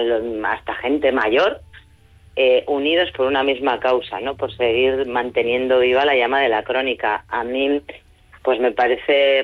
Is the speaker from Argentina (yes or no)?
no; La Rioja, Spain